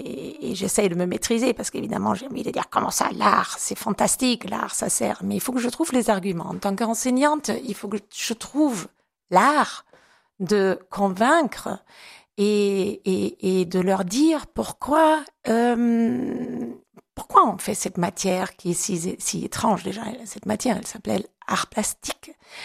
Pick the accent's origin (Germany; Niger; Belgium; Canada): Germany; accent: German; French is a second language; now in Avignon, France; j'ai un accent allemand. Je suis d'origine allemande